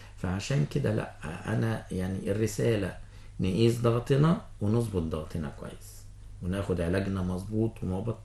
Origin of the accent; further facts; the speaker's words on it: Egypt; احنا في مصر